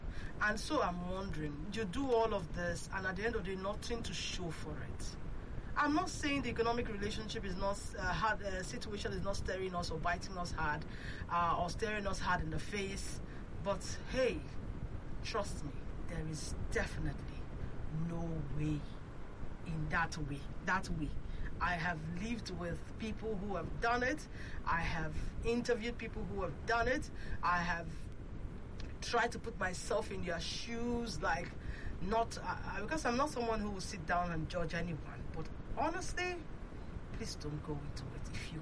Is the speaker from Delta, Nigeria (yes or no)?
no; Lagos, Nigeria; I grew up in Ajegunle.